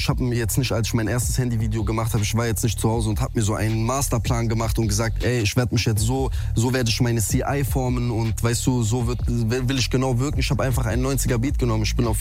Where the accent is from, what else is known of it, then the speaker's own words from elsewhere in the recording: North Rhine-Westphalia, Germany; Aber ich komme ja aus NRW